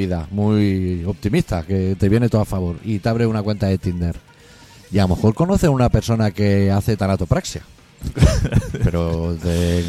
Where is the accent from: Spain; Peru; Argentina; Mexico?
Spain; Region of Murcia; prefiero antes murciano, mi pueblo, que ceutí.